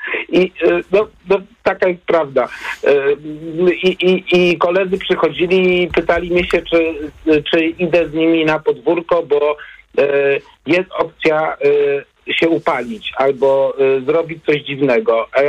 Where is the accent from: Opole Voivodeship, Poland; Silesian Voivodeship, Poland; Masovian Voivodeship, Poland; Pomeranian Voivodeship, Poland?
Masovian Voivodeship, Poland; Warsaw; ja wychowywałem się na takim osiedlu na obrzeżach Warszawy